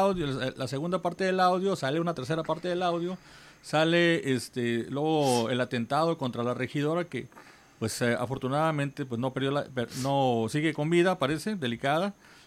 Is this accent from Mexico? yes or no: yes; Mexico; como los mexicanos tenemos muy mala memoria